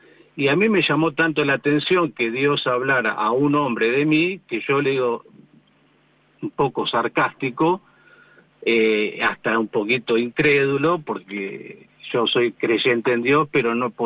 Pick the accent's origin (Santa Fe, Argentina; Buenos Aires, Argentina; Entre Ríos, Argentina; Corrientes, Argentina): Buenos Aires, Argentina; now in Luján, Argentina; Nosotros somos porteños, vivimos en Luján, pero somos porteños.